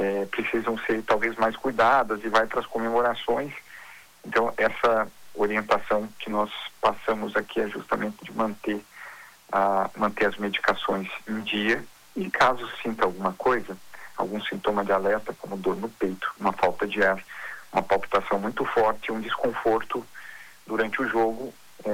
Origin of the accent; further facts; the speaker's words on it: Brazil; nós nos identificamos muito como brasileiros